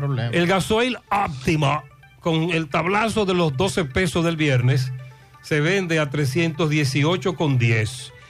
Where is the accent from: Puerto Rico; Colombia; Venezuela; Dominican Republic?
Dominican Republic; un servidor nació y se crió hasta los 19 años en esa calle, muy cerca de donde ocurrieron estos robos en el día de hoy. Eché los dientes ahí, es decir, nacido y criado en esa calle